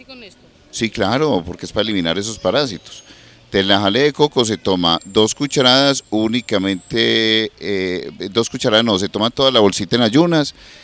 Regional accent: Medellín, Antioquia, Colombia; also born or lived in San Martín; ahí en la curva, eso se llama Chile con Darién, ahí me crié yo. Me crié porque yo nací propiamente en San Martín.

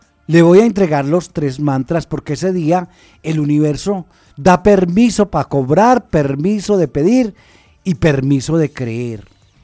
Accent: Antioquia, Colombia; somos antioqueños y tenemos unas montañas que no nos deja ver

